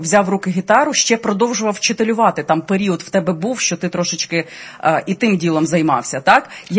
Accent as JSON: {"language": "Ukrainian", "region": "Volyn Oblast", "country": "Ukraine", "said": "Ти знаєш, що я з Волині."}